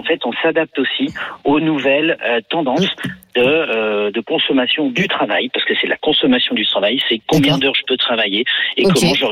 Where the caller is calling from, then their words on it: Reims, Grand Est, France; je suis à Reims sur la voie des Sacres, la grosse artère touristique entre la cathédrale et la basilique